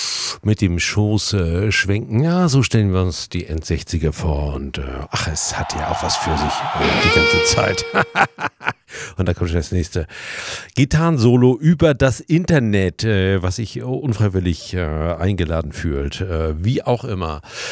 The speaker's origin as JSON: {"language": "German", "region": "Mecklenburg-Vorpommern", "country": "Germany", "said": "weil wir gesagt haben, wir kommen aus Mecklenburg, was soll sein?"}